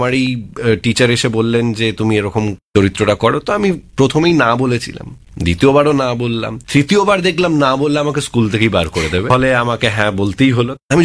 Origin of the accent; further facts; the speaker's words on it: Kolkata, West Bengal, India; also born or lived in Khardah; আমার ছোটবেলাটা কেটেছে মূলত লেক গার্ডেন্সে, আমি কলকাতাতে, সাউথ কলকাতায় লেক গার্ডেন্সই আমার বড় হয়ে ওঠা। কিন্তু তার সাথে আমার মামার বাড়ি হলো খড়দা, ঠিক সোদপুর ক্রস করি তারপরে স্টেশন, তো সেখানে আমি অনেকটা সময় কাটিয়েছি আমার ছোটবেলায়